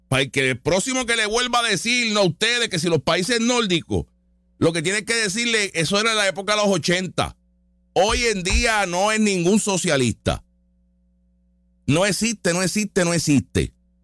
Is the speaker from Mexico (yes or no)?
no; Puerto Rico